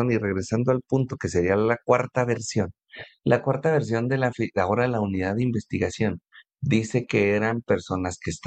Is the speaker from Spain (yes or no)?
no; Nuevo Casas Grandes, Chihuahua, Mexico; en mi pueblo, allá en Nuevo Casas Grande, Chihuahua